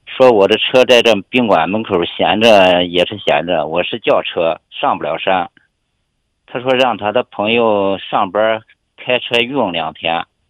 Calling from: Henan, China; 我就是河南的，来新疆自驾游，

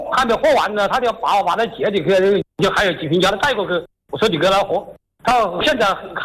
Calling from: China; 我是仙岛楼河人，仙岛是楼河镇的。

